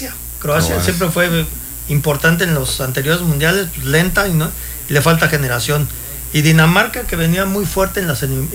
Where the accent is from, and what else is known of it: Mexico